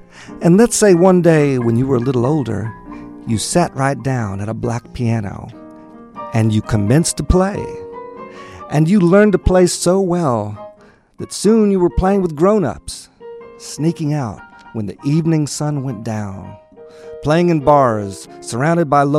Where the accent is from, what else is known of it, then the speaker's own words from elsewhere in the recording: Dallas, Texas, United States; I grew up in Dallas. Bohemian artists, wolves for parents, and they knew a lot of artists who were a lot of really interesting people